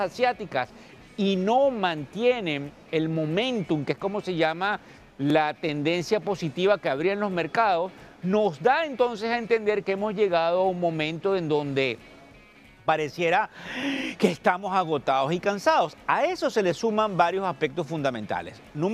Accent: Venezuela; porque acuérdense que nosotros los latinoamericanos, y yo soy venezolano, tendemos a destruir el español

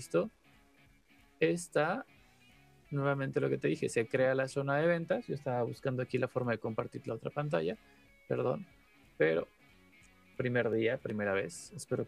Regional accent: Saltillo, Coahuila, Mexico; De México, bro. También soy de México. Saltillo.

